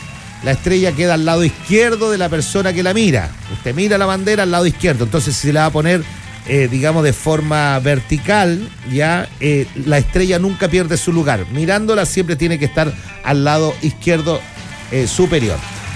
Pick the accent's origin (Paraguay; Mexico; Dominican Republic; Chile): Chile; yo soy chileno